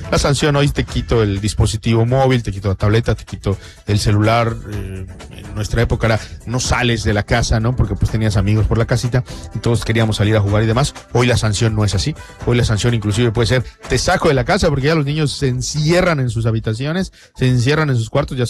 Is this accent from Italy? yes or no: no; Mexico